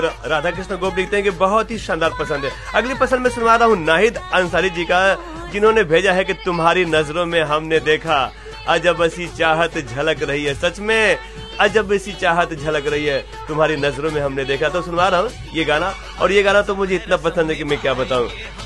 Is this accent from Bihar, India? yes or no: yes; Siwan, Bihar, India; जी जी मैं हूँ सिवान बिहार से।